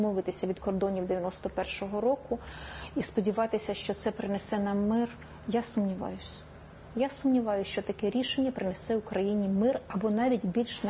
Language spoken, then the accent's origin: Ukrainian; Kyiv, Ukraine; Я киянка, так.